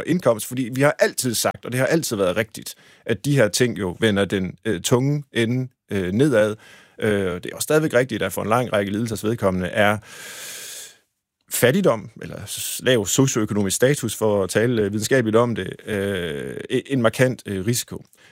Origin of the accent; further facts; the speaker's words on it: Tjøring, Central Denmark Region, Denmark; for jeg er vokset op ved Gøstrup, altså i Tjøring, men det ligger lige ved siden af, og vi legede på engen, som førte os ned til Gøstrup.